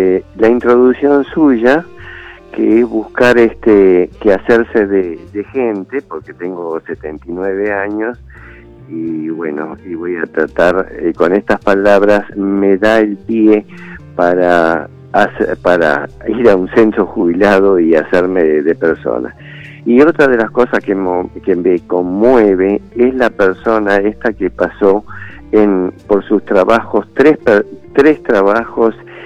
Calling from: Martínez, Buenos Aires Province, Argentina; soy de Martínez.

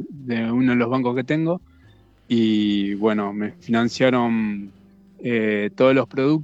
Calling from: Ciudad Evita, Buenos Aires Province, Argentina; De Ciudad Evita

